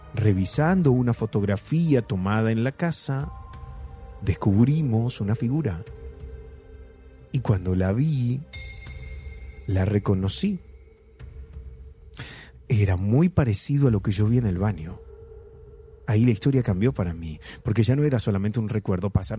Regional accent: Junín, Buenos Aires Province, Argentina; de Junín, Buenos Aires.

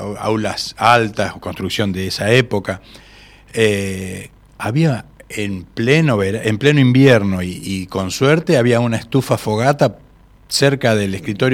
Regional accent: Zárate, Buenos Aires Province, Argentina; Yo me crié en Rivadavia y Ubaldo Fernández

